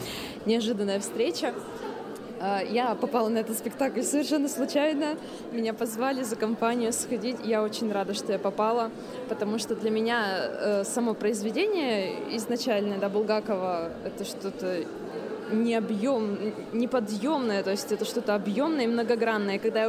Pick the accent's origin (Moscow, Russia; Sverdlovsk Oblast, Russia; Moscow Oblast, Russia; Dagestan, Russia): Sverdlovsk Oblast, Russia; Verkhnyaya Pyshma; Да, я приехала из Верхней Пышмы.